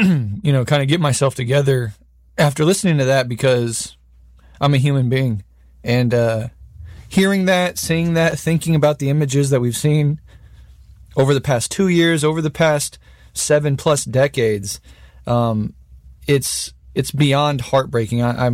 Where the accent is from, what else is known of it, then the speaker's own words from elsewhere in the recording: United States; as an American